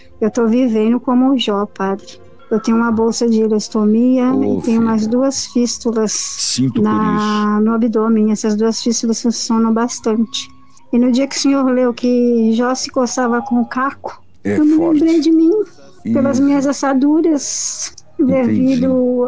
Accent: São Paulo, Brazil; aqui, sou aqui de São Paulo.

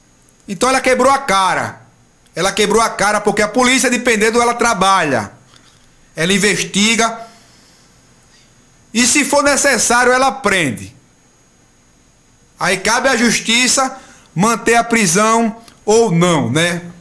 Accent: Brazil; esse povo aí da Vila Matias, um bairro onde eu nasci, me criei. Moro lá até hoje. Então eu tenho orgulho de morar nesse bairro muito querido mesmo

